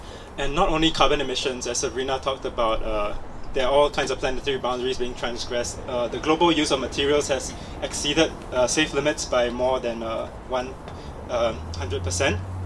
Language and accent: English; Singapore; Hi everyone. … from Singapore.